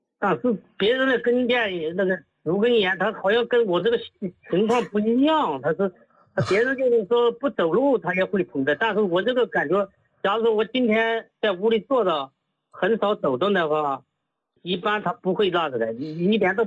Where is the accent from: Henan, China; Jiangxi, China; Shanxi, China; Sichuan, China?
Henan, China; now in Shaoxing, China; 我是人是河南的，但是在绍兴这边已经待了10多年了。